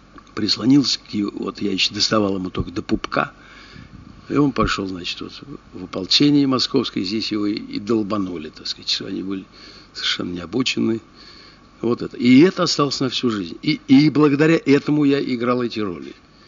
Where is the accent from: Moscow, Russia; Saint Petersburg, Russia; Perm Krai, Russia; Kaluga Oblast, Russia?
Moscow, Russia; Я родился в Сокольниках. Значит, где-то там между метро Сокольники и Матросской Тишиной, там родильный дом.